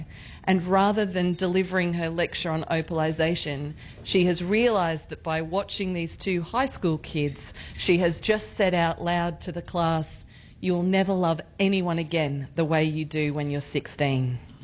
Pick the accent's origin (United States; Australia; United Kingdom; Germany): Australia; Gold Coast, Queensland; I grew up on the Gold Coast, and that love that I feel for how extraordinary that hinterland environment is